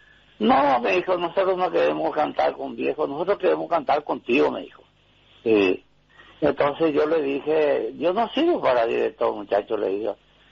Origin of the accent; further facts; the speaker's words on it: San José de los Arroyos, Cordillera, Paraguay; Entonces, casi yo me crié en San José porque tenía más amistades aquí en San José, mi familia, mi papá, ¿verdad?